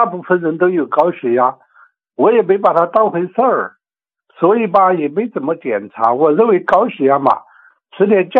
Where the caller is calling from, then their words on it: Chongqing, China; 喂，我是重庆的，重庆江北区的， … 我呀是你的新朋友。